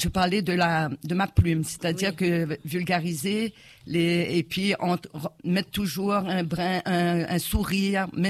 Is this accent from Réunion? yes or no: yes; Réunion; je suis réunionnaise dans ma genèse, mais au plus profond.